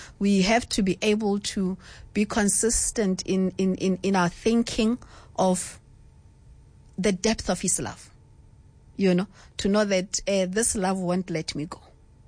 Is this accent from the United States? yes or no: no; Kimberley, Northern Cape, South Africa; also born or lived in Pampierstad; I was born in Pampierstad. I was born in Pampierstad. And then when my mom died, I went to Kimberley. Then I stayed with my dad and my stepmother.